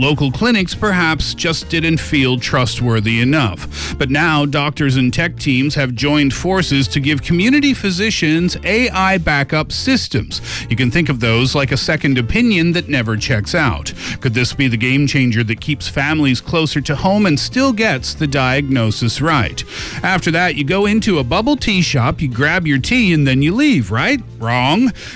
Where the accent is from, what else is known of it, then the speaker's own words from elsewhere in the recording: Canada; We had this in Canada too. My hometown is only 1,000 people, right? So I remember when I was a kid, if it was super basic, we would go to the local clinic.